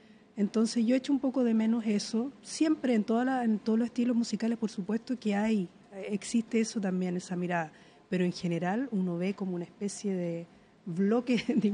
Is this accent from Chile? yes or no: yes; Chile; Ella dejó una huella que nos identifica como chilenos.